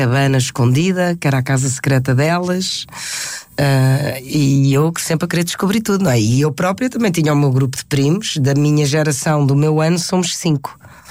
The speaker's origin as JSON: {"language": "Portuguese", "country": "Spain", "tie": "born or raised there", "lives_now": "Portugal", "said": "Fui criada em Espanha, estudei num colégio espanhol a vida toda. Quando vim para Portugal, ao"}